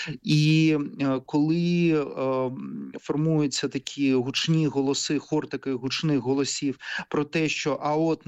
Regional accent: Kyiv, Ukraine; я як киянин

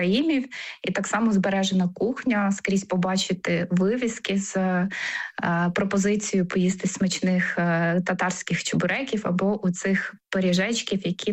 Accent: Crimea, Ukraine; moved away as an adult; also born or lived in Ivano-Frankivsk / Volyn; now in Lithuania; люди дізнаються, що я кримська татарка

